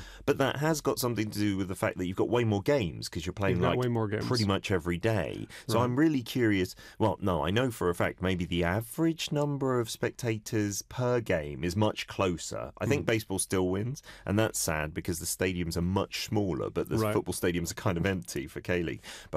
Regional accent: England, United Kingdom; because I'm British, or actually I'm English

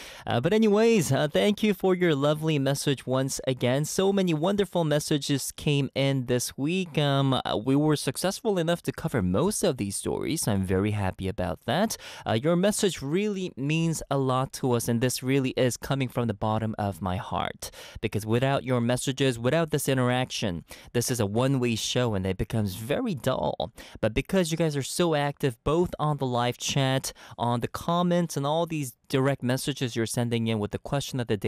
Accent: Montreal, Quebec, Canada; I come from Montreal and we're heavily affected by French culture too.

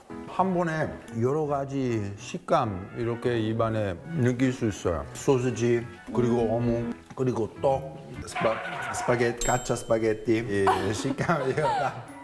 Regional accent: Italy; Korean is a second language; 저는 이탈리아 사람 있잖아요.

